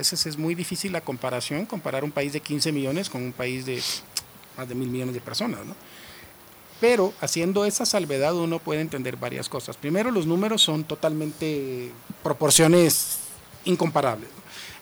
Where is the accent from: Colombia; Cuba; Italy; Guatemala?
Guatemala; nosotros como guatemaltecos